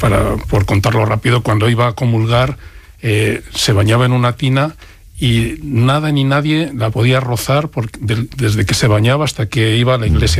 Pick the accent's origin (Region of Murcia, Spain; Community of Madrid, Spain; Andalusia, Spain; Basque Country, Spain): Community of Madrid, Spain; Madrid; born there; al barrio de Usera, que es donde yo nací, muy orgulloso de nacer allí en Usera.